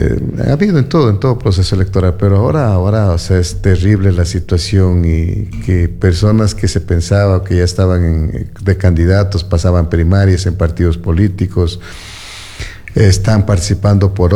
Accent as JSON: {"language": "Spanish", "country": "Ecuador", "said": "como ciudadanos, como ecuatorianos y más que todo también como nuestra provincia"}